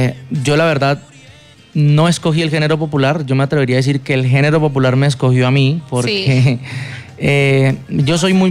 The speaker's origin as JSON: {"language": "Spanish", "town": "Valle del Guamuez", "region": "Putumayo", "country": "Colombia", "said": "yo soy artista del departamento del Putumayo. Yo vengo de un municipio que se llama Valle del Guamuez, es un municipio fronterizo con la hermana República de Ecuador, súper lejos de casa"}